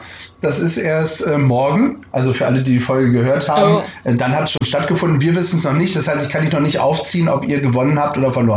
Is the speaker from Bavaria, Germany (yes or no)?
no; Bremen, Germany; born there; Ich als gebürtiger Bremer halte mich da sowieso raus aus der ganzen Geschichte.